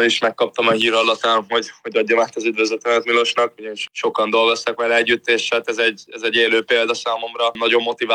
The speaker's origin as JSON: {"language": "Hungarian", "country": "Hungary", "tie": "born or raised there", "said": "Természetesen nagyon fontos a hazám. Szeretem Magyarországot, ott nevelkedtem, úgyhogy minden száll oda fűz."}